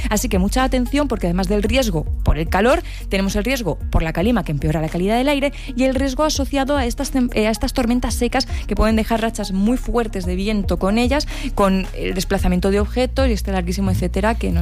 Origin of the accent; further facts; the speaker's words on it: Extremadura, Spain; las típicas casas que tenemos en mi pueblo, que mi pueblo está en Extremadura